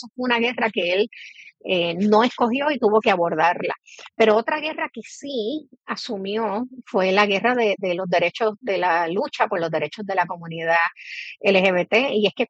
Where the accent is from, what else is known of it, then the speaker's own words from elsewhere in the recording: Mayagüez, Puerto Rico; Y una, por supuesto, en Mayagüez, que es mi pueblo natal